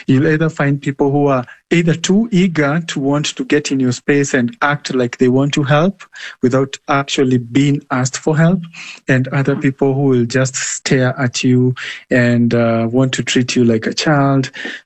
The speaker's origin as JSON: {"language": "English", "town": "Nakuru", "region": "Nakuru County", "country": "Kenya", "tie": "born or raised there", "said": "My experience is quite different here in Kenya, especially in my hometown of Nakuru."}